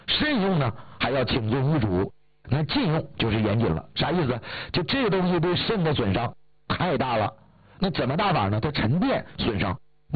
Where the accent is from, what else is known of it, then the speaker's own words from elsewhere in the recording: Northeast China, China; moved away; 以前是东北。生活土生土长的，家里也是炕，